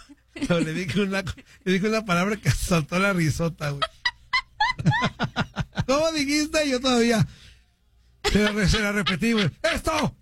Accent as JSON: {"language": "Spanish", "town": "Guadalajara", "region": "Jalisco", "country": "Mexico", "said": "nuestro espíritu tapatío"}